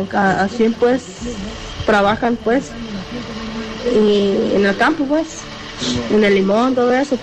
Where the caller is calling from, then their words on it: Mexico; soy mexicana